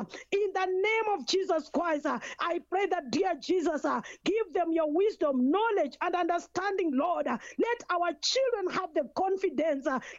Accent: Kenya; Once again … from Kenya, and I thank each and every one of you for allowing me to share with you this morning.

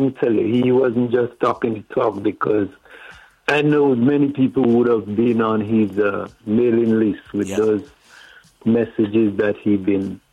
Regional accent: Grenada; born there; Because I was born in Grenada.

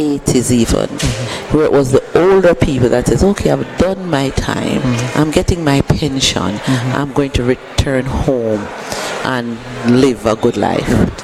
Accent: Jamaica; I'm your sister, I'm from Jamaica

